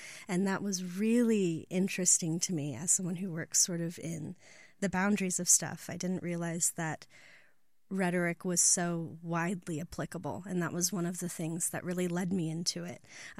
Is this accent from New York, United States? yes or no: no; Alaska, United States; also born or lived in Montana; I was born in Alaska and I lived there for 8 years, so that's mostly what I call home. Spent some time in rural Montana, northeastern Montana